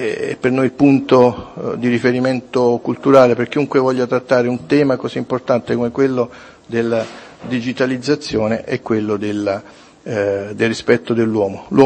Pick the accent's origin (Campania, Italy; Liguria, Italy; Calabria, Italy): Campania, Italy; Salerno; io sono salernitano, noi a Salerno abbiamo un festival del cinema che è antichissimo